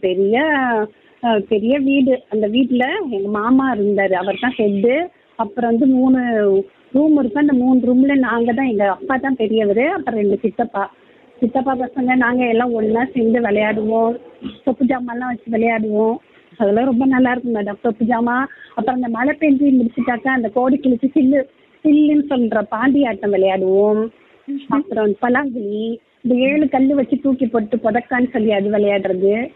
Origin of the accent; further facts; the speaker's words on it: Nagapattinam, Tamil Nadu, India; now in Puducherry, India; நான் பிறந்ததெல்லாம் வந்து நாகப்பட்டினம் மேடம். நாகப்பட்டினத்துல நீலாஜாச்சம்மன் கோயில் கிட்ட நீலா கீழ விதிங்கிற தெரு அங்கதான் மேடம் நான் பிறந்து வளர்ந்ததெல்லாம்.